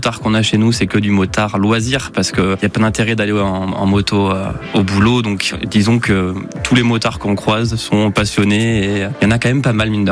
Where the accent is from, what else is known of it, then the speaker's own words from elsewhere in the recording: Le Puy-en-Velay, Auvergne-Rhône-Alpes, France; je viens du Puy-en-Velay et ma passion c'est l'enduro, le super motard et les acrobaties à moto.